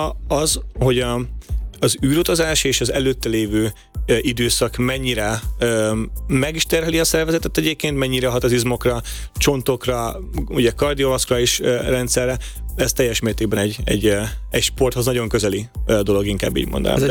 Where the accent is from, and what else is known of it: Hungary